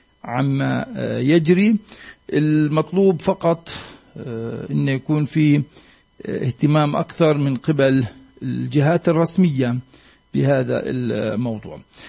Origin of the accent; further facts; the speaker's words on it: Palestine; علينا كفلسطينيين